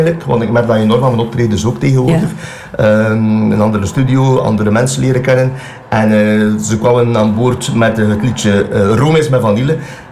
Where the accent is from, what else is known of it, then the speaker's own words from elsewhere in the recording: Roeselare, Flanders, Belgium; moved away as an adult; also born or lived in Wetteren / Herzele; now in Zottegem, Belgium; ik ben eigenlijk afkomstig uit Roeselare, West-Vlaanderen. Mof jongens, toch. 25 jaar terug ben ik in Wetteren verzeild geraakt. Via Wetteren richting Herzelen voor de liefde